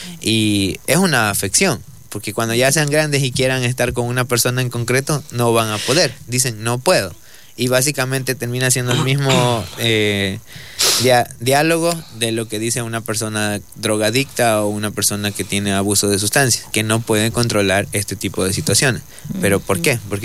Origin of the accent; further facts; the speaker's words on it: Manabí, Ecuador; moved away; al menos yo que soy de Manabí, esto se escucha mucho allá.